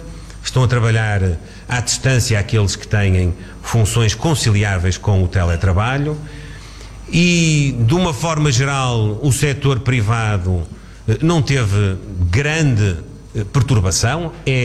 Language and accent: Portuguese; Portugal; Apenas me parece, como cidadão, como português e como Primeiro-Ministro, que todos temos uma responsabilidade